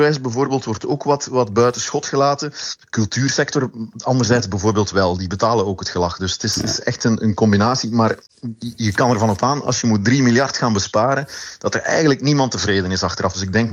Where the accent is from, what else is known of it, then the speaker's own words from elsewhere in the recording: Flanders, Belgium; wij in Vlaanderen